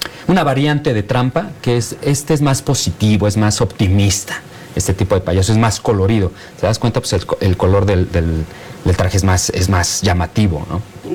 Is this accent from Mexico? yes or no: yes; Mexico City, Mexico; Yo 100% CDMX.